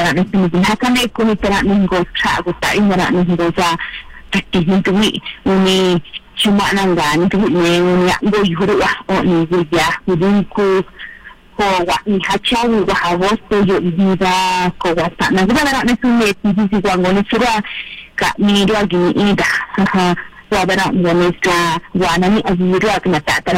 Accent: Oaxaca, Mexico; first language Triqui Alta; Spanish is a second language; poco acerca de lo que se está viviendo aquí en nuestra región histórica y también compartiendo algo en mi lengua materna Triqui Alta.

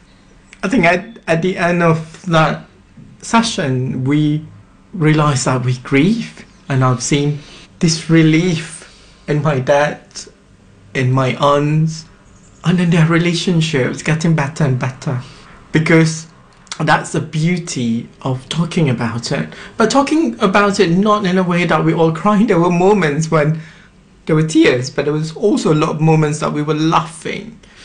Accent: Malaysia; now in London, United Kingdom; I don't have to choose between being British or being a Malaysian.

